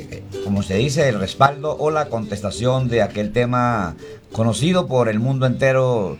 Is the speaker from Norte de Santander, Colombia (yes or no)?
yes; Sardinata, Norte de Santander, Colombia; now in Tunja, Colombia; vamos a hacer por allí en mi municipio, que es Sardinata.